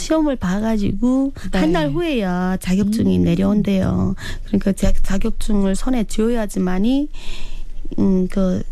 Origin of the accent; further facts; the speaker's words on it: Hwanghae, North Korea; now in South Korea; 남한 정착 8개월 차인 황해도가 고향인